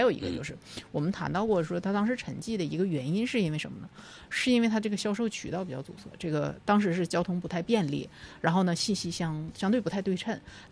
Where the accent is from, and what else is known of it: Northeast China, China